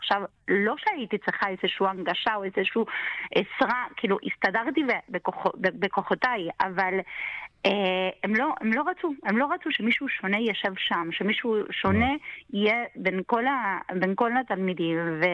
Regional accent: Argentina; Hebrew is a second language; moved away as an adult; now in Israel; אני גדלתי לפני 43 שנה בארגנטינה, להורים במעמד כלכלי מאוד נמוך

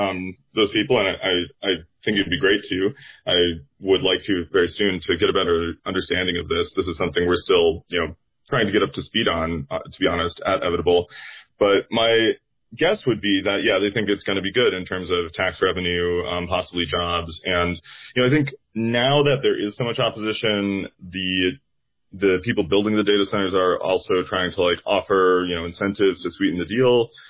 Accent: Duluth, Minnesota, United States; born or raised there

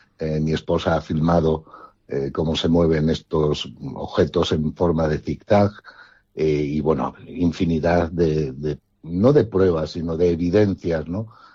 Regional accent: Spain; born or raised there; also born or lived in Cuenca

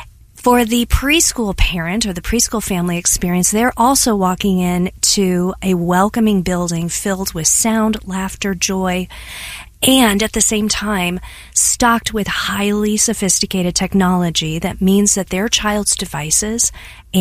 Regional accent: Ballwin, Missouri, United States; So I was lucky enough to go to Lutheran High School South in South County, Missouri, but I grew up in Ballin, so a bunch of my West County friends and I used to make the trek down south every single day.

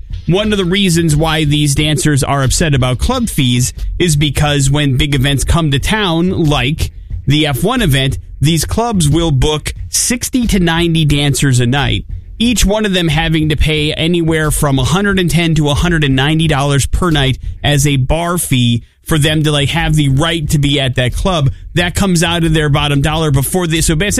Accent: Wisconsin, United States; growing up in Wisconsin

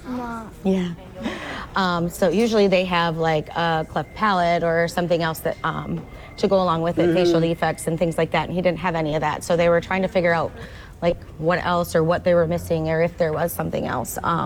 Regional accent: Rushford, Minnesota, United States

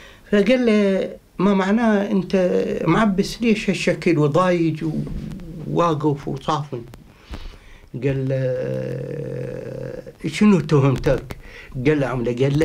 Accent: Basra Governorate, Iraq; وهذا أنا وهذا أنت وجنابك من الحرس الخاص وأنا مواطن عراقي.

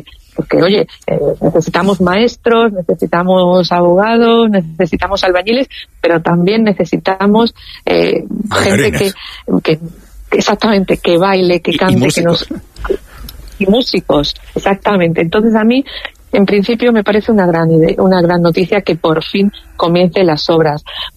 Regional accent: Spain; no podemos olvidar que los españoles, que España, somos también latinos. O sea, de hecho diría que somos latinos de salida

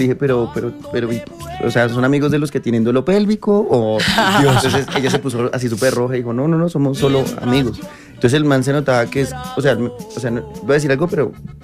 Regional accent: Colombia; Y eso que yo no soy el mejor colombiano. O sea, yo sé que no soy el mejor. O sea, si ustedes pudieran representar a Colombia, no me mandarían a mí.

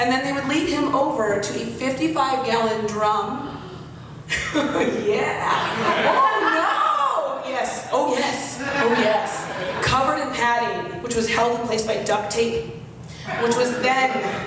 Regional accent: Arizona, United States; born or raised there

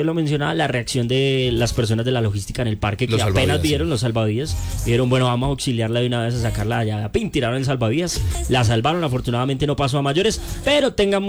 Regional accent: Bogotá, Colombia; para los que somos de aquí de Bogotá

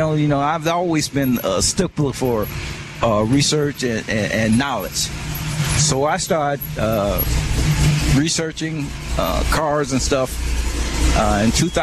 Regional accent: Tuskegee, Alabama, United States; moved away; I grew up poor. I'm originally from Tuskegee, Alabama.

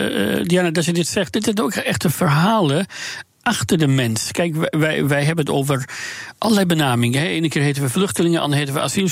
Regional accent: Iran; moved away; En ik ben nadien nooit meer teruggegaan naar mijn vaderland. En ook niet terug kunnen gaan. Uit angst, want ik sta nog altijd op een of andere lijsten die dat afschuwelijk regime hanteert. Om ook zelfs Iraanse dissidenten in diaspora dus te vervolgen

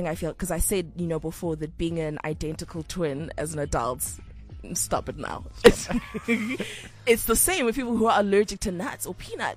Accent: Nigeria; we're both Nigerian

